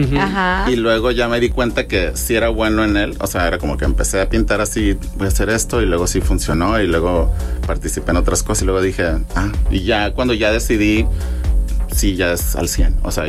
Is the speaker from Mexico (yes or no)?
yes; Sonora, Mexico; moved away as an adult; now in Monterrey, Mexico; yo soy de Sonora